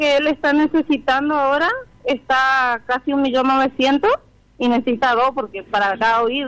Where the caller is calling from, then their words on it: Puerto Tirol, Chaco, Argentina; Y soy de Puerto Tirol